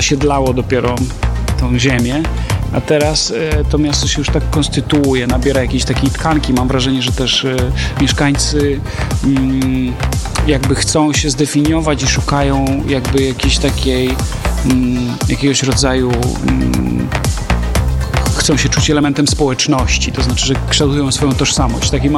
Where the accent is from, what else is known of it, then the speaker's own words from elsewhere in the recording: Łomża, Podlaskie Voivodeship, Poland; autorskie w Łomży, czy też w okolicach, to zawsze bardzo chętnie się na tym spotkaniu zjawiam, no bo jestem stąd.